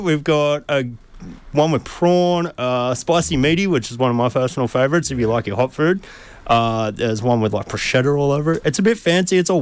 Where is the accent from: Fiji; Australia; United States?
Australia; Newcastle, New South Wales; I grew up in Newcastle